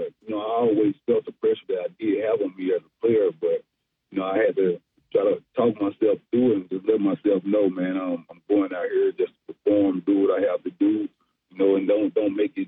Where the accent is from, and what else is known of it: Little Rock, Arkansas, United States; born or raised there